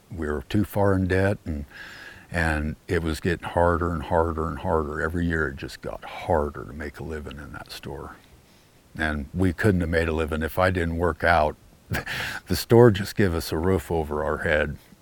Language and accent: English; Great Plains, United States; now in Montana, United States; when I was growing up in the Plain states, every 5-10 miles there was a little town.